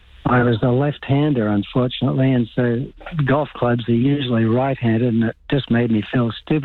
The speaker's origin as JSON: {"language": "English", "region": "Queensland", "country": "Australia", "tie": "born or raised there", "said": "When I grew up in Queensland"}